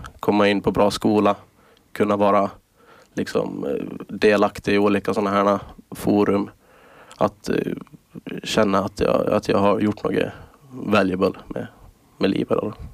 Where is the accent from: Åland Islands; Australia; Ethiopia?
Åland Islands; det är min hemort, det är Åland.